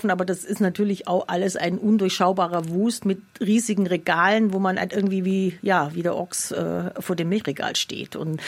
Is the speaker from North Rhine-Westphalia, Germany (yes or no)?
no; Oberstaufen, Bavaria, Germany; ich komme ja eigentlich aus Oberstaufen